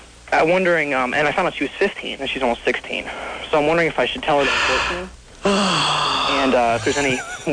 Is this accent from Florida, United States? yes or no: no; Detroit, Michigan, United States; I'm originally from Detroit, but I had a cottage.